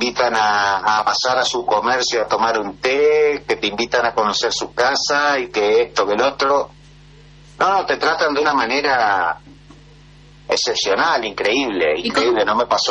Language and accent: Spanish; Argentina; ¿de dónde venís? No, de Argentina.